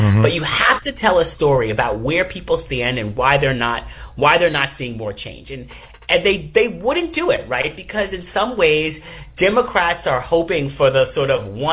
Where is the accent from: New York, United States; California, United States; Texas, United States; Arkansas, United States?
New York, United States; And I watch this very clearly as a New Yorker